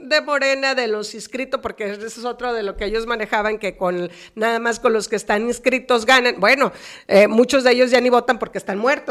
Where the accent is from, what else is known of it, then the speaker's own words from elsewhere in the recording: Mexico; es una responsabilidad que debemos de asumir como mexicanos y mexicanas.